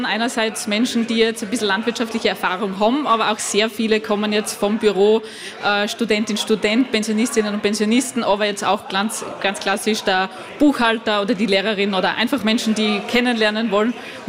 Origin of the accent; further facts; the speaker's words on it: Krieglach, Styria, Austria; born there; now in Graz, Austria; Ich bin gebürtig aus Krieglach und wohne jetzt in Graz